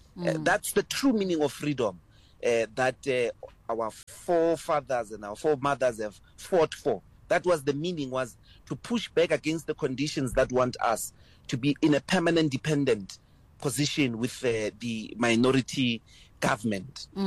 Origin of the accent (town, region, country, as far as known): South Africa